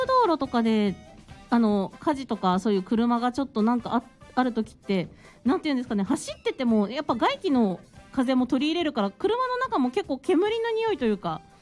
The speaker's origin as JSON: {"language": "Japanese", "region": "Ishikawa", "country": "Japan", "tie": "born or raised there", "moved": "yes", "said": "自分の地元の能登"}